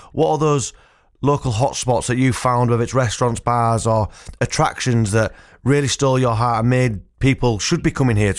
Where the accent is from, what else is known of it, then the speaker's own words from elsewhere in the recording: Whitby, Yorkshire and the Humber, United Kingdom; I love my hometown of Whitby. I'm as proud as anybody that I'm from there. I tell anybody that I'm from there.